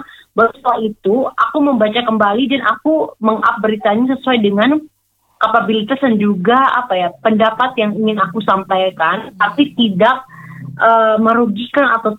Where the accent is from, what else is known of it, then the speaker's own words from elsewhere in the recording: East Nusa Tenggara, Indonesia; aku kan dari daerah ya, aku dari NTT